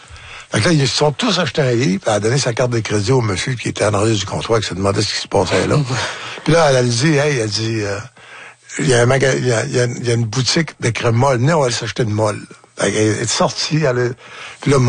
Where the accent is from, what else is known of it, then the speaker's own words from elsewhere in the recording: Saint-David-de-Falardeau, Quebec, Canada; Oui. Je viens de Falardeau.